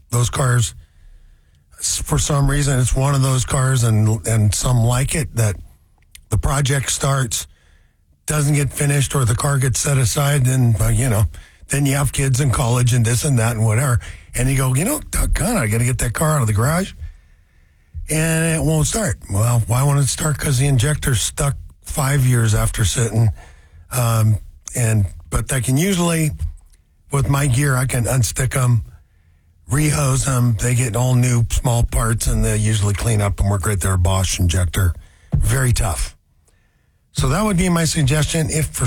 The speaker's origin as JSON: {"language": "English", "town": "Seattle", "region": "Washington", "country": "United States", "tie": "born or raised there", "said": "I was talking about, you know, growing up in Ballard"}